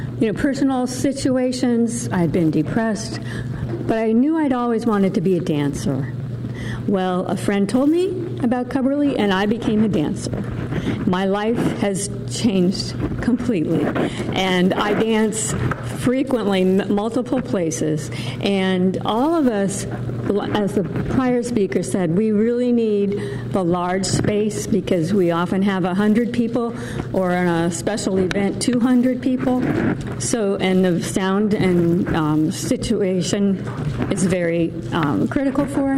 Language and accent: English; Palo Alto, California, United States; born there; moved away; I was born in Palo Alto. I haven't lived here for many years, but Palo Alto has my heart.